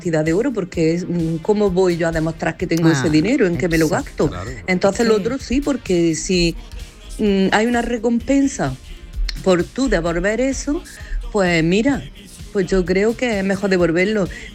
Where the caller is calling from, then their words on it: Granada, Andalusia, Spain; de Granada.